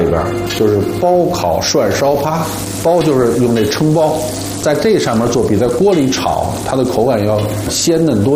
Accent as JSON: {"language": "Chinese", "region": "Beijing", "country": "China", "said": "咱们要拿出咱们老北京的热情劲儿"}